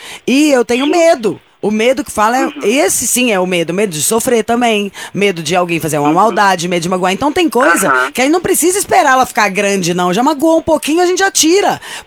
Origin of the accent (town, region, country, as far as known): Minas Gerais, Brazil; now in São Paulo, Brazil